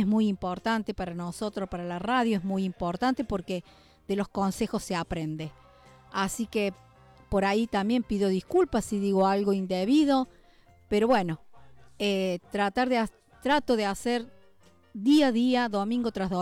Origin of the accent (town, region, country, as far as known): Argentina